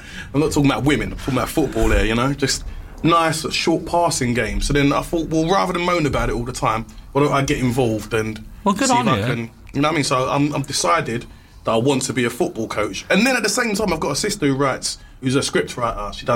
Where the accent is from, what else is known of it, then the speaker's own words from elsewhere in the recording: Nigeria; you can tell I'm Nigerian, look at me, I'm sweating like...